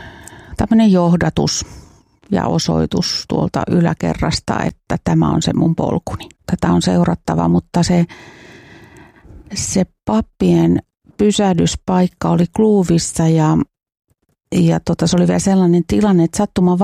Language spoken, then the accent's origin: Finnish; Pornainen, Uusimaa, Finland; koska mä olen kuitenkin kesälaukkoskilainen.